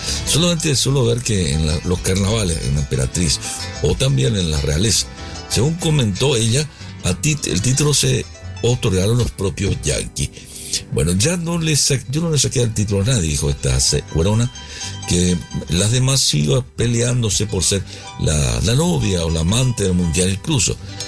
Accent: Paraguay; Como paraguaya, también un orgullo enorme poder ser una embajadora de nuestra cultura, de nuestra gente

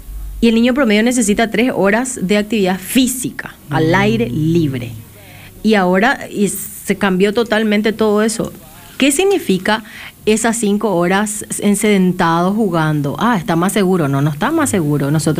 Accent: Paraguay; Nosotros tenemos como paraguayos una cultura muy linda, ¿verdad?

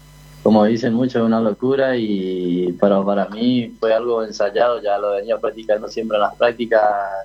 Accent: Fontana, Chaco, Argentina; moved away as an adult; now in Paraguay; Soy de Argentina, de Chaco, una localidad que se llama Fontana.

